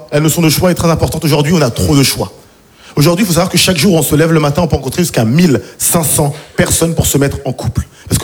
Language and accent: French; Haiti; now in France; Vous savez, je suis haïtien d'origine et je me rends compte que l'argent, c'est très subjectif.